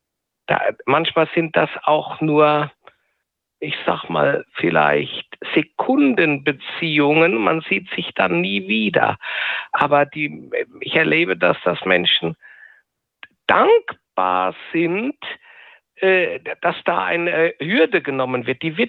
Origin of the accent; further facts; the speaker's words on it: Rhineland-Palatinate, Germany; ich komme aus der Pfalz